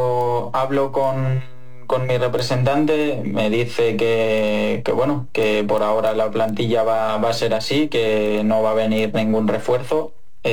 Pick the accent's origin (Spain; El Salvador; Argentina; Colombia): Spain